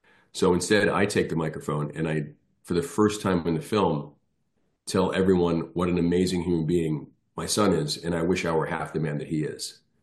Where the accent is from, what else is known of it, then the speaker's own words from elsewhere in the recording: Ireland; both my parents are from Ireland, and you know, being an Irish guy myself, an Irish citizen